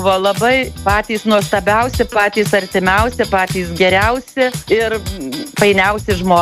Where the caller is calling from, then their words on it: Alytus, Alytus County, Lithuania